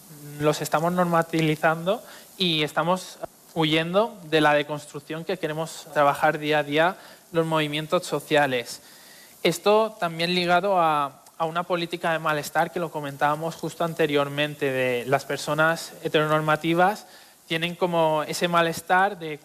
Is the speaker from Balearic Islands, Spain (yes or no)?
yes; Mallorca, Balearic Islands, Spain; yo soy de Mallorca